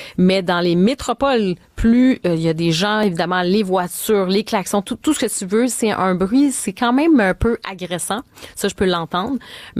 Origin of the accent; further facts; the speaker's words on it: Montreal, Quebec, Canada; je suis une Montréalaise à la base, pur jus. Là, je suis née ici, j'ai grandi, j'ai passé ma vie à Montréal. J'étais vraiment celle qui avait Montréal tatoué sur le cœur